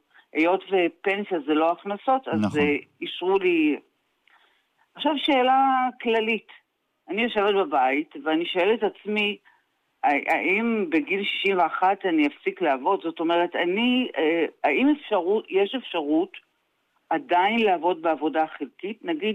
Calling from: Central District, Israel; אני מהמרכז.

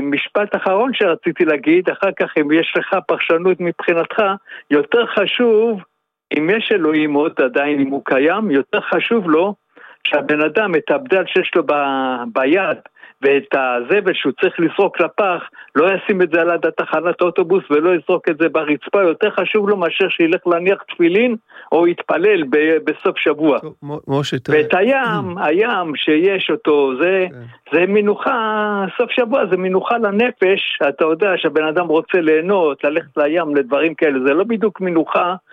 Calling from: Tel Aviv, Tel Aviv District, Israel; מתל אביב.

